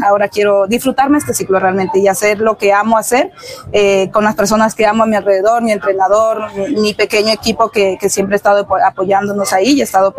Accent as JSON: {"language": "Spanish", "country": "Ecuador", "said": "somos mujeres, somos ecuatorianas"}